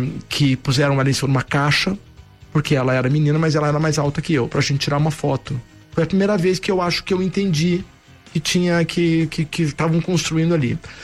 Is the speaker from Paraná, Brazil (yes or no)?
yes; Curitiba, Paraná, Brazil; que eu morei, eu nasci na Vila Cubas, depois a família toda no Novo Mundo, que a gente era todos os vizinhos ali